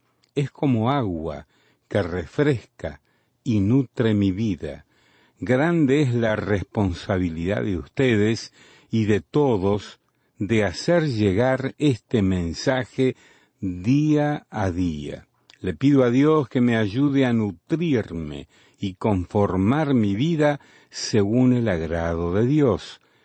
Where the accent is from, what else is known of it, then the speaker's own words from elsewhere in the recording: Guatemala; Yo ya tengo 45 años de edad y hace muchos años que les vengo escuchando aquí en mi país, Guatemala.